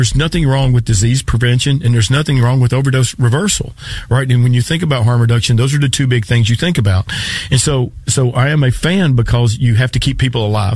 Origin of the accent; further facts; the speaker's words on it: Tennessee, United States; now in Nashville, United States; Well, I'm from Appalachia. Okay. So I am from Appalachia. Right. I grew up in Northeast Tennessee.